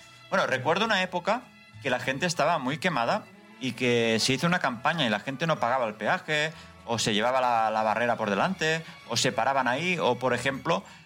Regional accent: Mataró, Catalonia, Spain; somos de Mataró, estamos hablando de Mataró, está en la provincia de Barcelona. Creo que son 33 kilómetros.

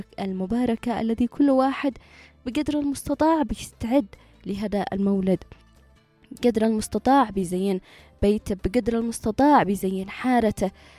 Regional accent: Yemen

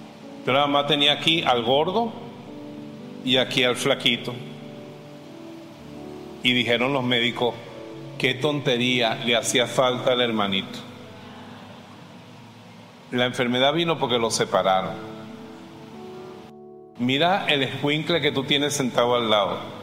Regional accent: Valencia, Carabobo, Venezuela; born there; Yo nací aquí en el Hospital Central de Valencia, 5 kilos 600 gramos.

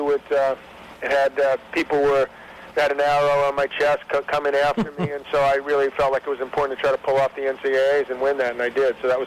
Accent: New York, United States; the way I grew up in New York was completely different to the way things are done in England.

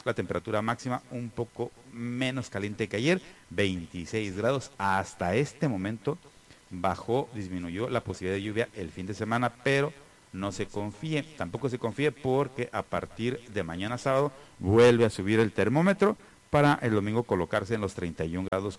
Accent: Tijuana, Baja California, Mexico; Para quienes somos de Tijuana y conocemos aquel lado, ya sabemos dónde las 5 esquinas.

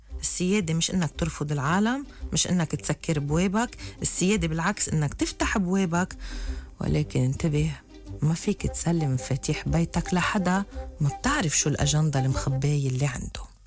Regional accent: Lebanon; أنا كدولة لبنانية

